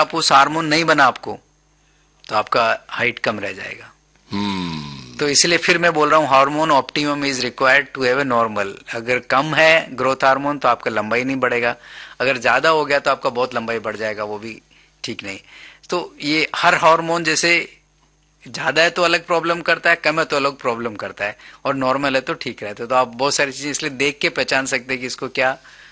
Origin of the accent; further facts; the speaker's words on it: Rajasthan, India; तो ऐसे आपको मैं एग्जांपल देता हूं कि मैं राजस्थान का रहने वाला हूं और